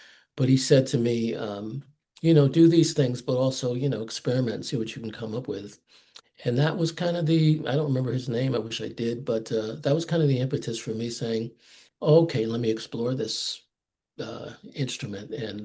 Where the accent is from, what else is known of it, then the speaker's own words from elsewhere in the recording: Hamden, Connecticut, United States; also born or lived in New Haven, Connecticut; now in South Portland, United States; I was born in New Haven, but I lived in the neighboring town called Hamden for most of my high school years. Of course, when I was too young to remember it, I lived in New Haven with my family